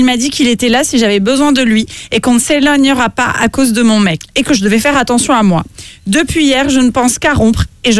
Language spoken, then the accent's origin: French; Tunisia; Ben oui, écoute, j'ai grandi en Tunisie, alors.